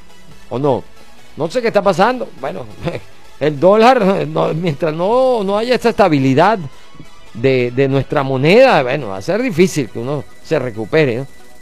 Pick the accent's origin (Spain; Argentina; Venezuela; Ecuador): Venezuela; Mi pueblo, mi Venezuela.